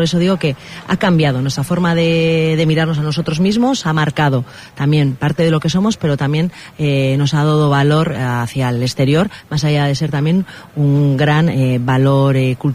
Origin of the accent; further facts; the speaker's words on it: Irún, Basque Country, Spain; como es nuestra ciudad, pues al final una ciudad diversa